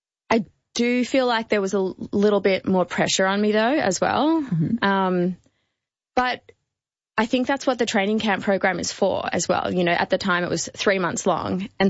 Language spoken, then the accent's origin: English; Melbourne, Victoria, Australia; Growing up in Melbourne, I wasn't a competitive dancer.